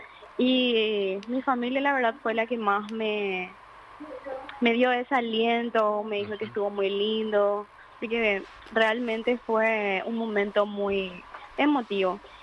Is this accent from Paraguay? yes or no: yes; Paraguay; Esa frase que nos marca tanto a nosotros como nación, como paraguayos, que somos de una raza fuerte